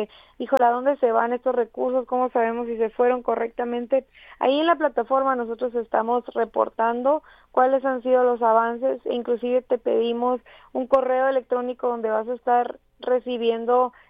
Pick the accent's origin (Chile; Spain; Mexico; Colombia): Mexico